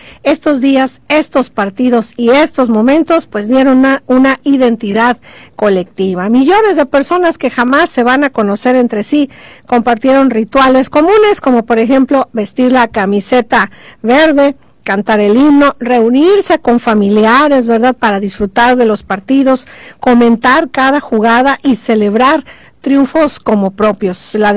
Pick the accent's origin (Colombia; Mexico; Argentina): Mexico